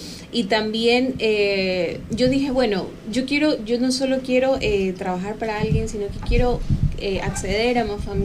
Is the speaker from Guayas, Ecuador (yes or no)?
yes; Guayaquil, Guayas, Ecuador; accent: guayaco; Yo estudié en Guayaquil, viví casi toda mi vida en Guayaquil.